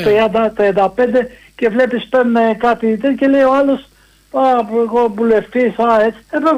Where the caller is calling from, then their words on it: Chaidari, Attica, Greece; από το Χαϊδάρι.